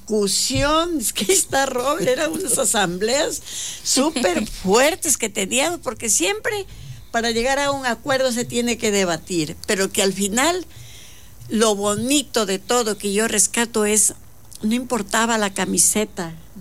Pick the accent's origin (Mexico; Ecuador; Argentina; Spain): Ecuador; Sucumbíos; la gente de Sucumbío y Orellana, en este caso, tengamos trabajo